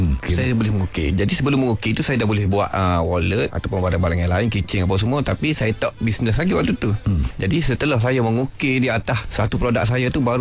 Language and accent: Malay; Besut, Terengganu, Malaysia; moved away as an adult; now in Lundang, Malaysia; saya berasal dari Besut, tapi nikah dengan orang Lunde. Jadi selama ni dalam 5 tahun ataupun 6 tahun dah saya duduk di Lunde.